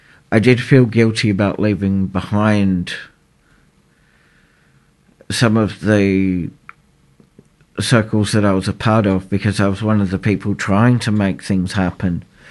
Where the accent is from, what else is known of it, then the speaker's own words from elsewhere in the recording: Adelaide, South Australia, Australia; now in Melbourne, Australia; I especially found it hard before I moved to Melbourne, because I grew up in Adelaide and I moved here in 2019.